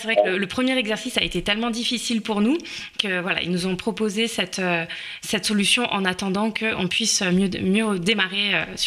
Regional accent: Lyon, Auvergne-Rhône-Alpes, France; En plus, on n'est pas gersois, comme on en a parlé tout à l'heure, je suis lyonnaise.

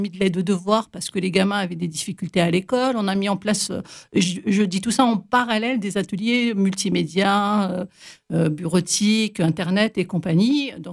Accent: Aubervilliers, Île-de-France, France; Moi-même, je suis un pur produit des quartiers. Je suis d'Aubervilliers. J'ai fait de ma maternelle jusqu'à mon lycée à Aubervilliers.

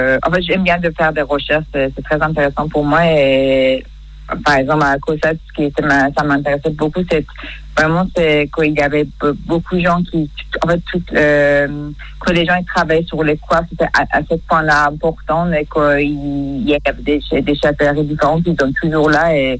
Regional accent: Iran; moved away; mon pays natal, Iran.

